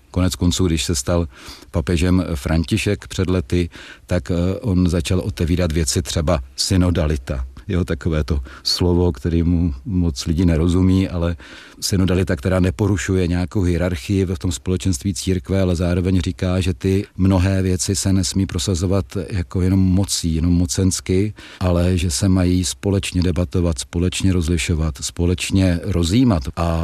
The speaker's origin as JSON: {"language": "Czech", "town": "Brno", "region": "South Moravian Region", "country": "Czechia", "tie": "born or raised there", "said": "Ale pochopitelně já jsem rodilý Brňák"}